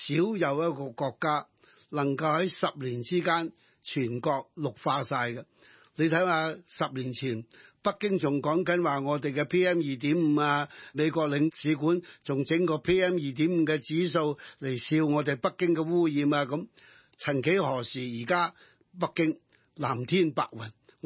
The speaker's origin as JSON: {"language": "Cantonese", "country": "Hong Kong", "said": "我係观察咗呢二十点係作为一个香港人对国家观察嘅一啲嘅微小嘅睇法。"}